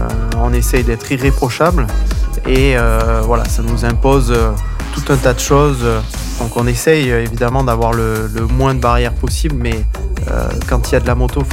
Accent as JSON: {"language": "French", "town": "Nîmes", "region": "Occitanie", "country": "France", "tie": "born there", "moved": "yes", "lives_now": "Auvergne-Rhône-Alpes, France", "said": "moi, je suis né à Nîmes. Et dans le Gard, on appelle ça une pena."}